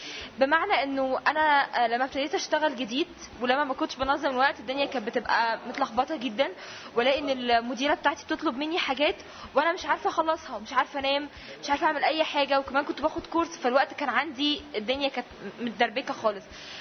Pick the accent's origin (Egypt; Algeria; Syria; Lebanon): Egypt; طبعا كل الناس ممكن يحسوا انه احنا مصريين بقى والوقت عندنا انه بالبركه